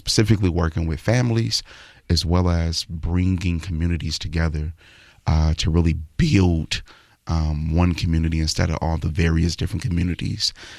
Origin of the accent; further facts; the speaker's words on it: Chicago, Illinois, United States; moved away as an adult; now in Iowa City, United States; I've been here 20 years. I spent 17 years in Chicago. So at this point, I'm Iowa Cityan.